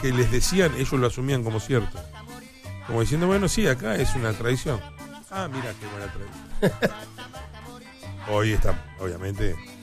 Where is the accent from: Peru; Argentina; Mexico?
Argentina; Sí, somos periodistas argentinos.